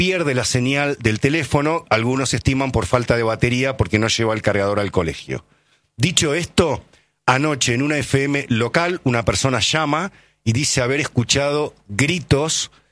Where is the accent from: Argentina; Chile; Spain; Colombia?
Argentina; Colonia Caroya, Córdoba; Yo pasé mi infancia en Colonia Carolla desde los ocho años